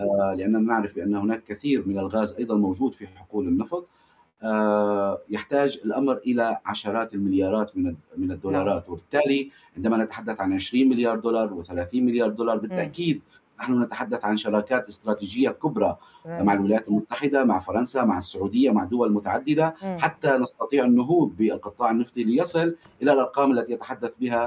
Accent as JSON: {"language": "Arabic", "country": "Syria", "said": "لا نريد نحن كسوريين"}